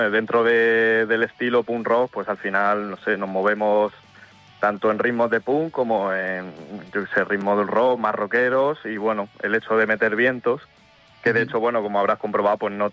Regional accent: Villardompardo, Andalusia, Spain; Mi pueblo es Villardón Pardo.

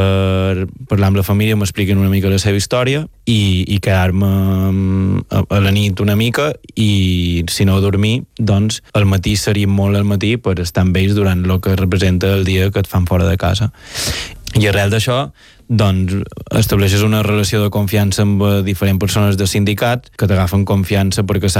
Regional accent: Balearic Islands, Spain; mos coneixem d'això de fer temes junts i tots som mallorquins.

